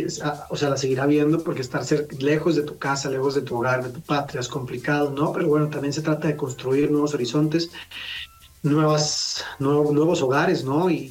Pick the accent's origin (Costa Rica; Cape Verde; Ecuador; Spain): Costa Rica; now in Mexico; soy de Costa Rica.